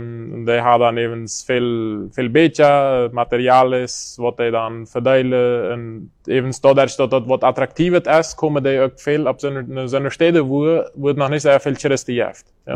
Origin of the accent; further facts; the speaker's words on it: Yalve Sanga, Boquerón, Paraguay; also born or lived in Filadelfia; Ich bin von Philadelphia, von Fernheim. Abgewachsen, den geraten Teil von meiner Kindheit in Yalvasanga verbracht. Meine Eltern waren da als Missionare, als Lehrer.